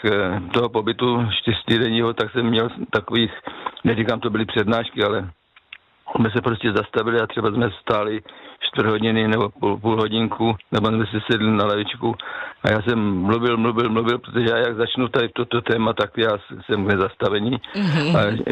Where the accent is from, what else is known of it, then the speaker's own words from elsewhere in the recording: South Moravian Region, Czechia; Já jsem z Jižní Moravy, tak tam se neříká babička, ale tam se říká stařenka.